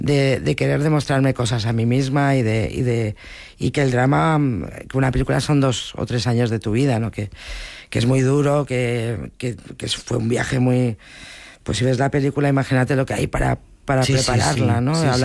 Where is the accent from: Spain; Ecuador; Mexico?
Spain; Bilbao, Basque Country; yo soy de Bilbao y volver a casa, volver a contar esto